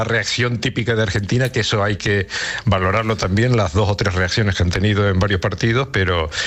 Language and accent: Spanish; Garafía, Canary Islands, Spain; now in Cercedilla, Spain; te llamo de Madrid, concretamente desde Cercedilla, aunque soy de Garafía, la isla de La Palma.